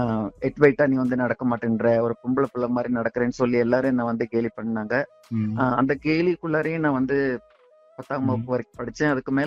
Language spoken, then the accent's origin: Tamil; Namakkal, Tamil Nadu, India; born or raised there